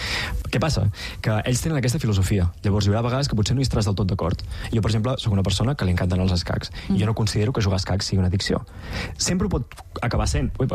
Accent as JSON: {"language": "Catalan", "town": "Olot", "region": "Catalonia", "country": "Spain", "said": "sóc d'Olot"}